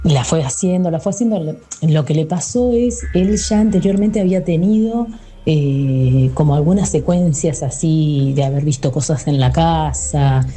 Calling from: Hurlingham, Buenos Aires Province, Argentina; Nosotros somos de Hurlingham.

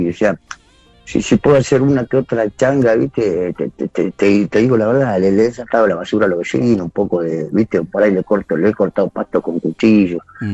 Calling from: La Matanza, Buenos Aires Province, Argentina; Y ahora estoy en La Matanza.

